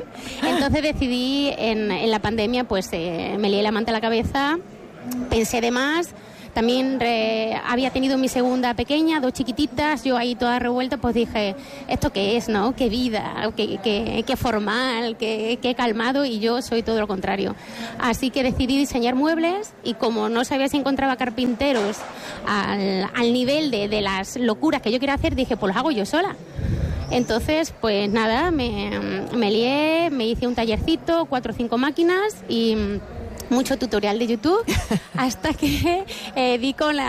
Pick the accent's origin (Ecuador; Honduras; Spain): Spain; Badajoz, Extremadura; moved away as an adult; also born or lived in Seville; now in Hervás, Spain; lo trasladé a Badajoz, que es de donde soy.